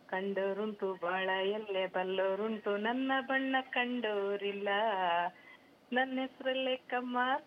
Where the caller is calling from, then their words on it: Shivamogga, Karnataka, India; ನಾವು ಶಿವಮೊಗ್ಗದಿಂದ.